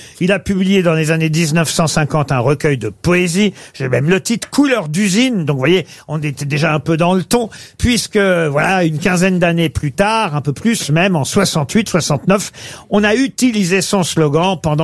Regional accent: France

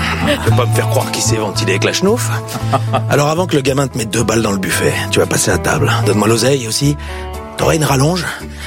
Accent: Belgium; en tant que Belge

